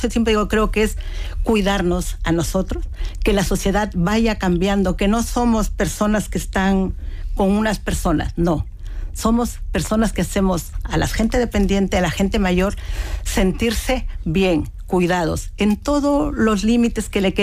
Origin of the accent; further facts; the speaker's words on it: Peru; Soy de Perú.